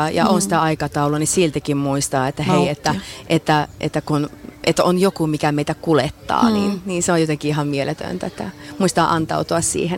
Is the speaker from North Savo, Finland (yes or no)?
yes; Siilinjärvi, North Savo, Finland; itse kun olen Savosta kotoisin Siilinjärveltä, niin mä tunnistan tämän maaperän